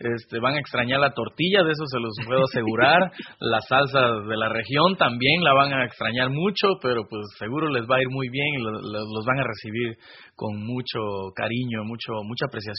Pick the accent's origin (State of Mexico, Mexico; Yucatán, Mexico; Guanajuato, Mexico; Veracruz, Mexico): Veracruz, Mexico; Pero de este disco es así mi más favorita porque soy jarocho, caramba.